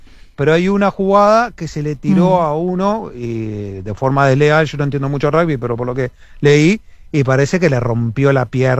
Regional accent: Uruguay

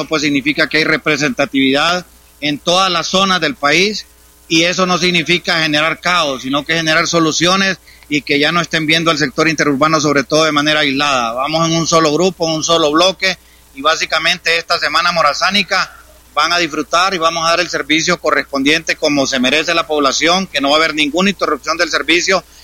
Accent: Honduras; también somos hondureños

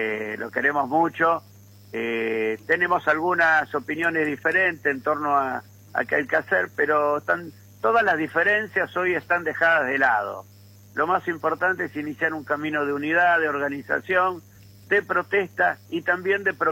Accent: San Martín, Buenos Aires Province, Argentina; yo de Chacarita soy porque soy de San Martín

